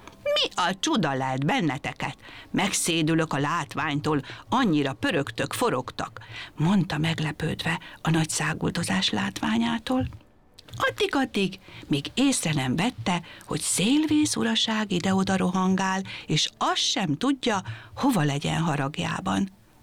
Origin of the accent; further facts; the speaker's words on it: Kapuvár, Győr-Moson-Sopron, Hungary; Szerbusztok, kedves gyerekek! … és Kapuvárból jöttem.